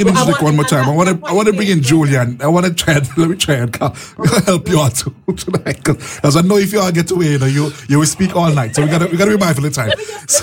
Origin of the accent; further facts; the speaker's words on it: Plymouth, Montserrat; I grew up around Auntie Shirley. I'd run up and down in the office and the house in Plymouth.